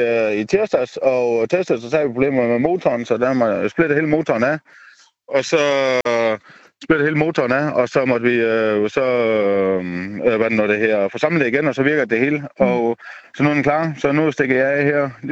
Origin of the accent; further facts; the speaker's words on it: Assens, Region of Southern Denmark, Denmark; Så jeg håber at være hjemme i Assens igen fredag og lørdag i næste uge.